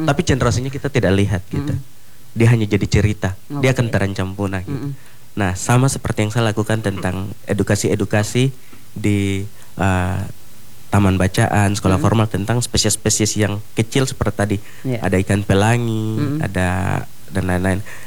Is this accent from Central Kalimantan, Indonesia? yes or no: no; Biak, Papua, Indonesia; Karena seperti saya dulu masih kecil, kalau karena saya dari Biak yang terdampak api kemarin juga.